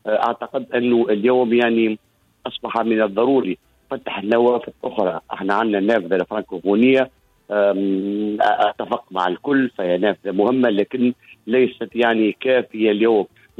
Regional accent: Tunisia; كشاعر تونسي

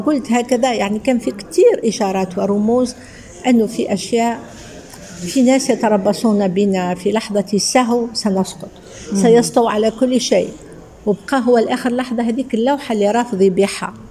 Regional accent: Hammam-Lif, Ben Arous, Tunisia; born there; also born or lived in Constantine, Algeria; أنا أعرف أنه كنت صغيرة والعطور اللي كنت أشمها وأنا أمشي البحر، لا سيران اللي كانت في حمام لنف

